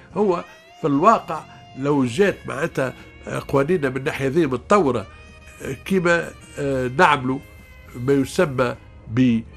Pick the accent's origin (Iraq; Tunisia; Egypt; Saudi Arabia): Tunisia